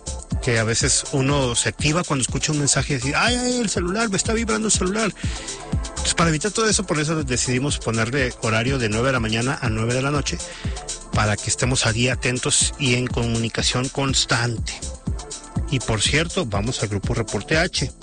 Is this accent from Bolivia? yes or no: no; Mexico; así somos los mexicanos